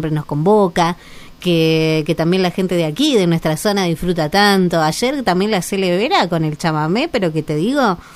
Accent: Argentina

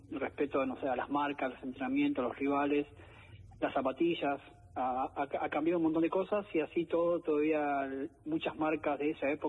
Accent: Entre Ríos, Argentina; Villa Clara el 20 de julio, 9 de julio Villaguay, que está cerca de mi pueblo.

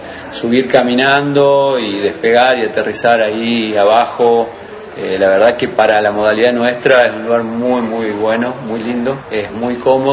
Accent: Zenón Pereyra, Santa Fe, Argentina; soy del interior de Santa Fe, de Zenón Pereira, es un pueblo.

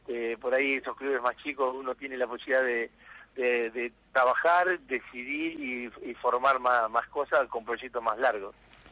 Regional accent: Córdoba, Argentina; moved away as an adult; also born or lived in Rosario / Concordia; now in Concepción del Uruguay, Argentina; en Rosario, y tenemos un hijo que nació acá en Entre Ríos, así que tenemos un Entre Ríos en la familia, y nosotros dos somos de Córdoba.

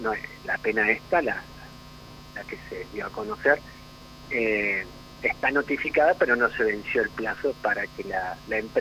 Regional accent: San Carlos de Bariloche, Río Negro, Argentina; yo escuchaba de chico ya, allá en Bariloche

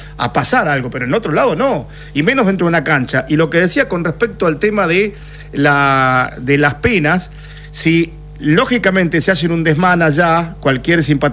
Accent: Argentina; nosotros los argentinos

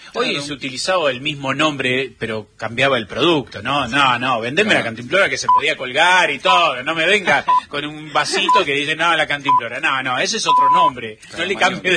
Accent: Las Toscas, Buenos Aires Province, Argentina; born there; moved away; Hablando de Lincoln, el martes voy a estar por la localidad, volvemos al pueblo

